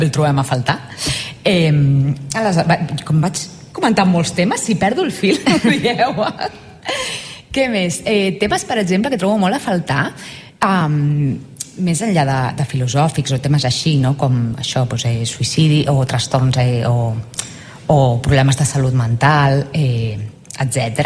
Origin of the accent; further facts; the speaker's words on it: Santa Perpètua de Mogoda, Catalonia, Spain; Jo que sóc de Santa Perpètua de la Moguda, un poblet al costat de Sabadell, home, doncs no m'hi sentia representada en aquest sentit.